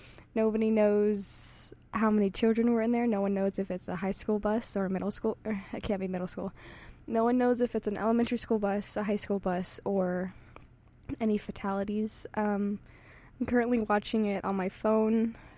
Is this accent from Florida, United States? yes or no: yes; Florida, United States; born there; now in Morgantown, West Virginia, United States; my home state, Florida